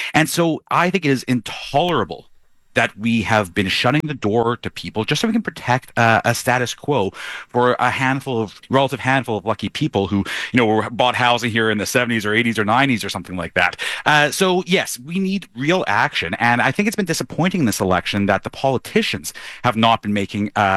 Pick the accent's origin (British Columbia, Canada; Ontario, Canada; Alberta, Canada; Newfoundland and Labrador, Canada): British Columbia, Canada; Vancouver; Look, I grew up in Vancouver. I'm in my mid-40s now